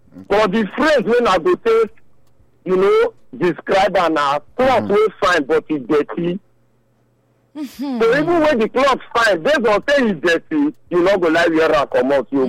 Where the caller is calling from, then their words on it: Benin City, Edo, Nigeria; I did Uselu Market.